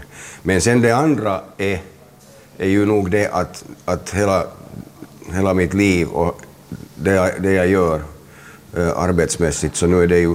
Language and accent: Swedish; Helsinki, Uusimaa, Finland; jag är från Helsingfors och jag känner mig definitivt hemma på Drumsö där jag fortfarande har en bostad. Där jag har bott sedan jag var 1 år gammal.